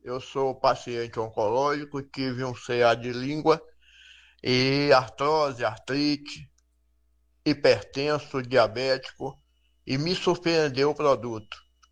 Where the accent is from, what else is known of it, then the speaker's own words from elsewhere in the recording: Feira de Santana, Bahia, Brazil; sou de Feira de Santana, tenho 65 anos, sou aposentado